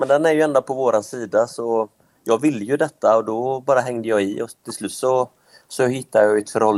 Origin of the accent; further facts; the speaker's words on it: Västra Götaland County, Sweden; Jag är ju född på nu utanför Göteborg.